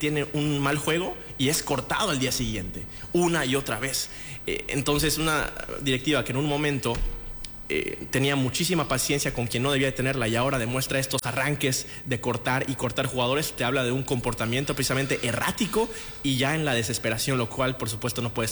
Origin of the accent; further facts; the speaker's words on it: Yucatán, Mexico; esto no nos representa como yucatecos.